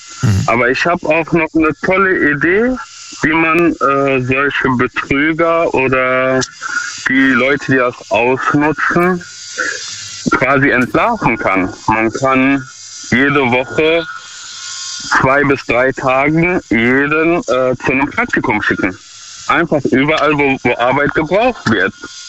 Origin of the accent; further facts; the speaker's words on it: Duisburg, North Rhine-Westphalia, Germany; Ich komme aus Duisburg.